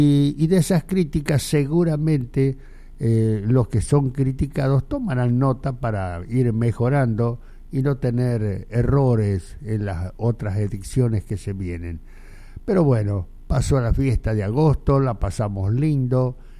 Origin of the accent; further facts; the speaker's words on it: Argentina; así somos los argentinos.